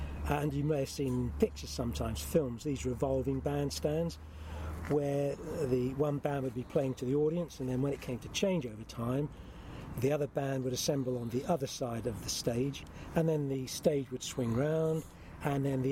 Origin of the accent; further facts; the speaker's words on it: Slough, South East England, United Kingdom; And I was born in Slough